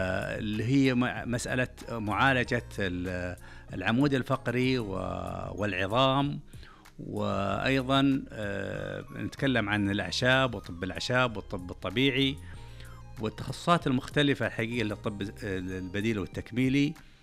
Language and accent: Arabic; Saudi Arabia; طموحنا كسعوديين في ظل قيادتنا الرشيدة